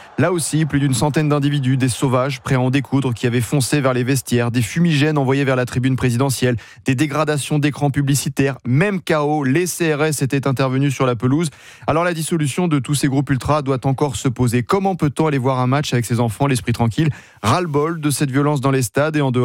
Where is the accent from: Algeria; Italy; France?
France; Nantes, Pays de la Loire; Je suis né à Nantes. Le FC Nantes, c'est mon club, celui de mon enfance.